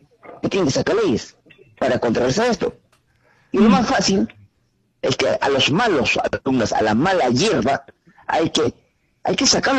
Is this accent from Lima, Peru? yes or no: yes; Lima, Peru; also born or lived in Abancay; vine de Abancay y para Lima. ¿Qué hacía con Lima? Me trompea, la agarré a trompear, le rompía la cabeza ya. No me dejaba. … me trompeaba con limeños. En Lince, en mi colegio, en mi barrio